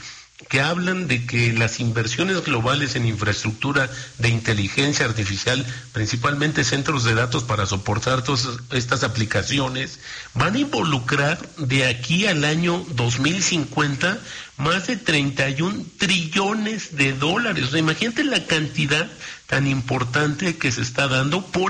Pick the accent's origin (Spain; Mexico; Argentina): Mexico